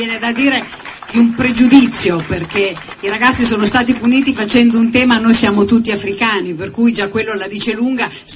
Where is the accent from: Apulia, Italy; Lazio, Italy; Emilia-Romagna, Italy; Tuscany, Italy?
Emilia-Romagna, Italy; Forlì; also born or lived in Bologna; io e Jacopo siamo romagnoli, io ho fatto le scuole qui, ho fatto le scuole pubbliche a Forlì, poi ho studiato a Bologna.